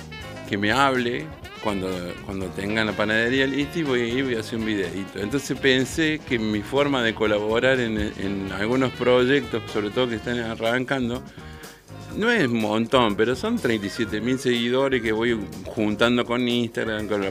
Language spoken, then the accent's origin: Spanish; Argentina; Y ahora se viene el Mundial y somos más argentinos que nunca.